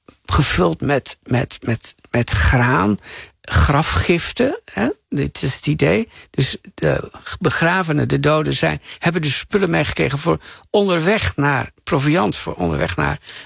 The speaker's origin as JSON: {"language": "Dutch", "town": "Assen", "region": "Drenthe", "country": "Netherlands", "tie": "born or raised there", "said": "We woonden aan de rand van Assen, provinciestadje. Maar in ieder geval, meteen stroomde al landschap Trentse A. En daar was ik niet weg te slaan."}